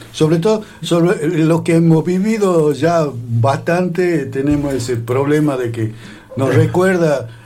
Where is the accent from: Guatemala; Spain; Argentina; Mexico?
Argentina; nosotros parece que siempre los argentinos somos los mismos.